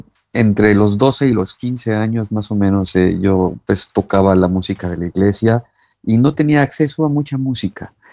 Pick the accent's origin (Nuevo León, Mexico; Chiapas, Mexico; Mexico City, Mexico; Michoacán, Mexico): Mexico City, Mexico; Soy originario de la Ciudad de México, en el sur de la Ciudad de México.